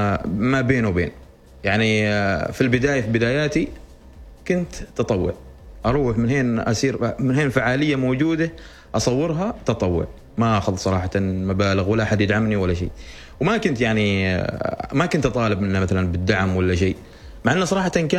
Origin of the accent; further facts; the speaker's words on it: Oman; قلت لهم I'm from عمان، I'm from سلطنة في عمان.